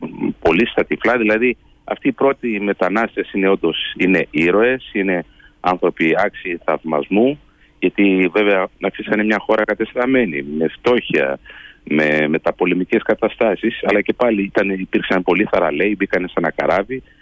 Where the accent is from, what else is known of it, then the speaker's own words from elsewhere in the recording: Greece; moved away as an adult; now in São Paulo, Brazil; Μετά το 1983 αποφασίσαμε να ξαναγυρίσουμε, εγώ δηλαδή μεγάλωσα εδώ στην Ελλάδα.